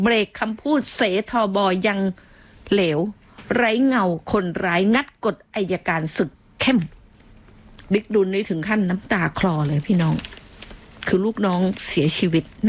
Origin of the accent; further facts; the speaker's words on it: Southern Thailand, Thailand; เราเป็นคนใต้นี้นะ